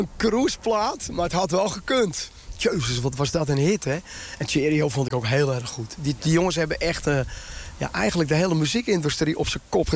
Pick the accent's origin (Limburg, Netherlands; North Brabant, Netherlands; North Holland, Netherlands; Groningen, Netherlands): North Holland, Netherlands; Westzaan; born there; We staan tussen de rietkragen in het prachtige Westzaan. Noord-Hollandse Westzaan. Ja, een beetje op mijn geboortegrond.